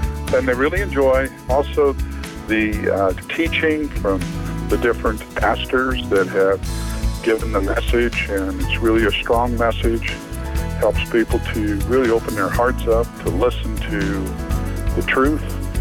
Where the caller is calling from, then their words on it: Bolivar, Ohio, United States; I'm from Bolivar, Ohio.